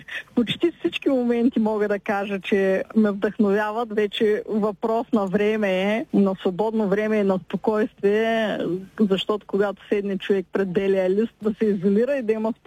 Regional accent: Sliven, Sliven Province, Bulgaria; двамата сме от Сливен

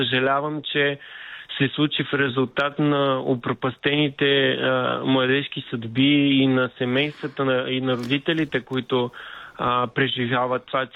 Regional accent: Varna, Varna Province, Bulgaria; съм от Варна.

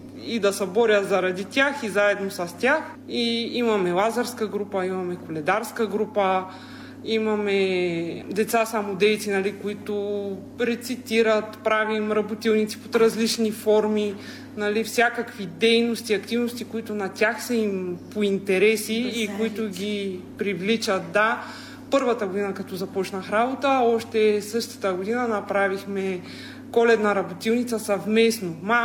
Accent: Strelcha, Pazardzhik Province, Bulgaria; Като не съм родом от Добри дял, а съм от Средногорието, Стрелча, сърцето на Средна гора.

